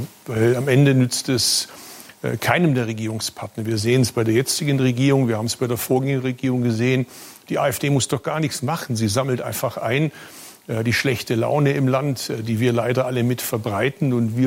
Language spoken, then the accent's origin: German; Baden-Württemberg, Germany; Ja, wir treten etwas bescheidener auf als Baden-Württemberger, was nicht heißt, dass wir nicht auch Grund hätten, stolz zu sein